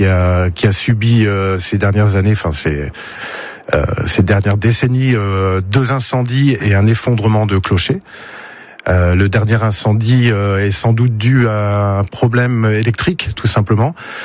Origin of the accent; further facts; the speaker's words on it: Hauts-de-France, France; now in L'Étoile, France; je viens historiquement du Vimeux, où là aussi il y a un passé industriel important